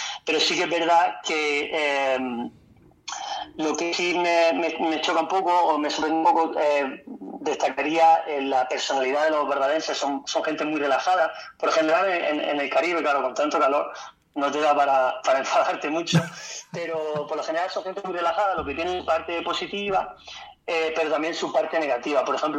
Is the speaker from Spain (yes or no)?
yes; Granada, Andalusia, Spain; moved away as an adult; yo cuando vivía en España, yo soy de Granada, vivía en Granada ciudad